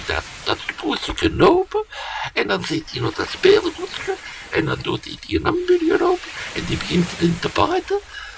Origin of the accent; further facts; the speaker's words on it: Belgium; Allee, als Belg moet je maar geen slechte fruten serveren.